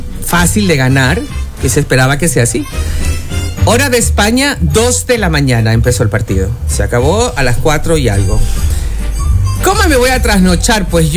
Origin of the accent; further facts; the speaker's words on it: Ecuador; como una ecuatoriana que estoy un poquito decepcionada, ¿no?